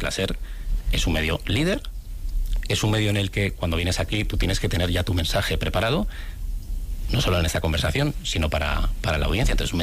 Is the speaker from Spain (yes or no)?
yes; San Sebastián, Basque Country, Spain; now in Madrid, Spain